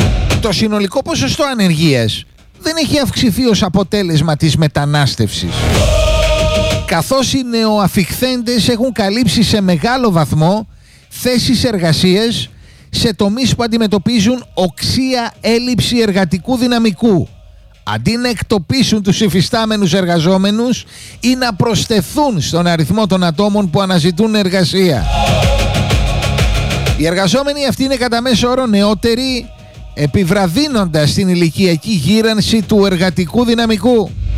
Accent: Greece

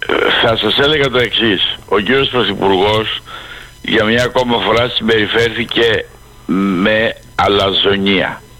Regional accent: Zakynthos, Ionian Islands, Greece; Από το οποίο προέρχομαι και εγώ.

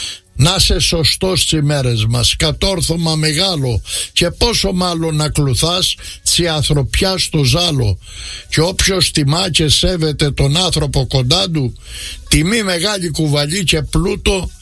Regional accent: Crete, Greece; Και εμείς την έχουμε πολύ που είμαστε από την Κρήτη.

